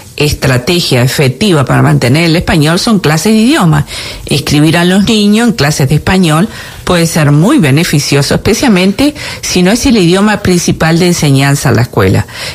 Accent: Uruguay; first language Spanish; moved away; nuestro país natal, que somos de Uruguay

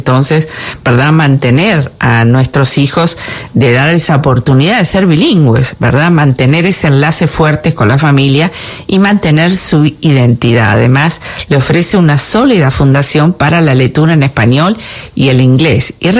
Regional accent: Uruguay; first language Spanish; moved away; nuestro país natal, que somos de Uruguay

